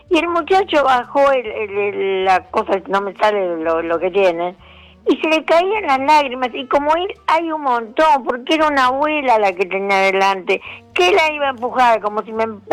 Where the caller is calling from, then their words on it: Buenos Aires, Argentina; de Boedo.